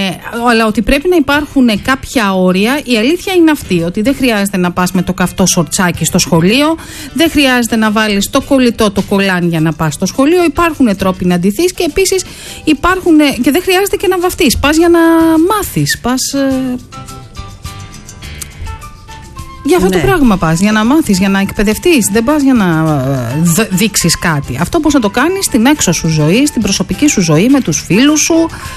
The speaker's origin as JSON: {"language": "Greek", "town": "Athens", "region": "Attica", "country": "Greece", "tie": "born or raised there", "said": "εγώ που μεγάλωσα στην Αθήνα, αλλά οι γονείς μου είναι από επαρχία, πήγαινα στην επαρχία"}